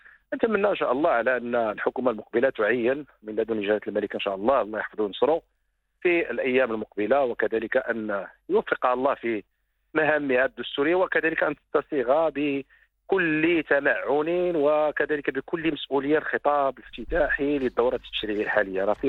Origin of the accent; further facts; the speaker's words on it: Morocco; من أجل خدمة بلدي المغرب من طنجة إلى الكويت